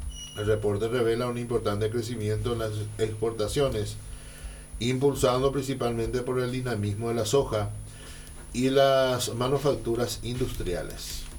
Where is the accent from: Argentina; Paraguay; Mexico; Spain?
Paraguay